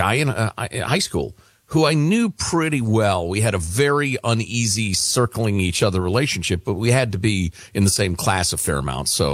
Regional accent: Chicago, Illinois, United States; I grew up in Chicagoland. There are tons of Polish people and Slavs and Serbs and all sorts of people.

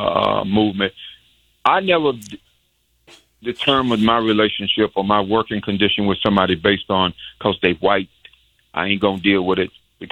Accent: the South, United States; growing up in the South and coming through, being born in the 40s and coming through the 50s and 60s through the so-called civil rights movement

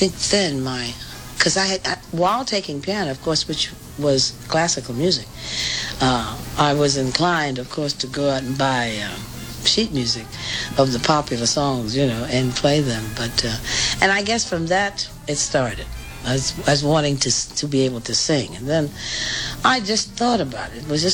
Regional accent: New York, United States; also born or lived in Chicago; So I decided to go back home. I said, if I can do what I'm doing in Chicago, I certainly can do it in my hometown, New York, which I did. I came back

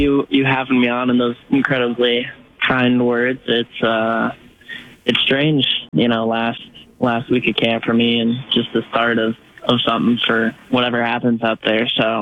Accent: the Bay Area, California, United States; moved away; And I'm from the Bay originally, so, you know, there's ties there.

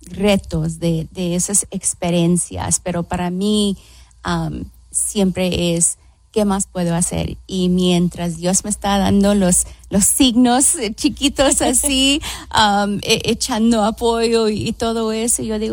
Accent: Los Angeles, California, United States; Yo me crié en los East LA, en el este de Los Ángeles

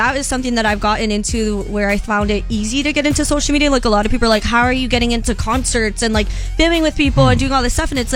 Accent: Hawaii, United States; growing up in Hawaii, you know, a lot of us didn't grow up with money.

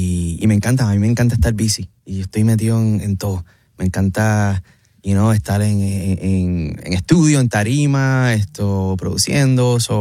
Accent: Puerto Rico; Soy puertorriqueño, soy amante de la salsa, de la clave, del jazz.

